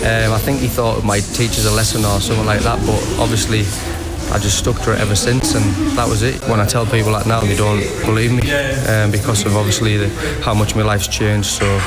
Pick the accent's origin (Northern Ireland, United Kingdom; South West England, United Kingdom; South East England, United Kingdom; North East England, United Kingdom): North East England, United Kingdom; Trimdon; I'm from Trimnan Village in County Durham